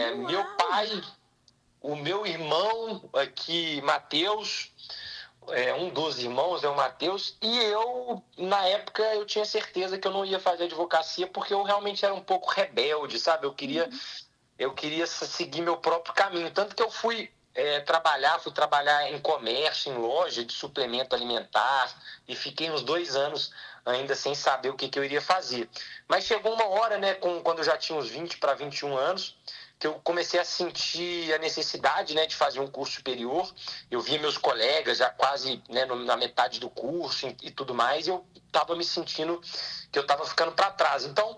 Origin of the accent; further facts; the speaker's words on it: Belo Horizonte, Minas Gerais, Brazil; E eu nasci aqui em Belo Horizonte, no bairro Floresta, no qual eu morei grande parte da minha vida. Hoje eu moro ainda em Belo Horizonte, mas no bairro Cidade Nova.